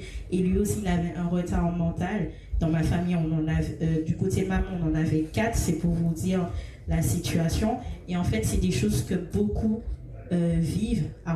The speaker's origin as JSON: {"language": "French", "country": "Martinique", "said": "Je bifurque un peu dans toutes les causes qu'il y a chez moi. Je suis de la Martinique."}